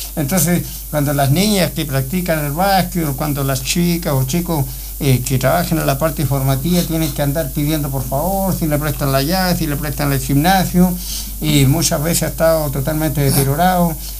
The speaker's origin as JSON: {"language": "Spanish", "region": "Aysén", "country": "Chile", "said": "Somos gente de la Patagonia, somos gente del campo."}